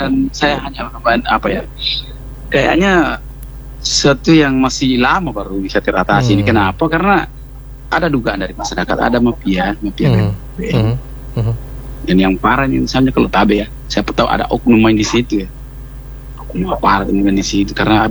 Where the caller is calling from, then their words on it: Pinrang, South Sulawesi, Indonesia; daerah saya ini kan Kecamatan Lembang ini kan luas juga sepertiganya Pinrang kota ya.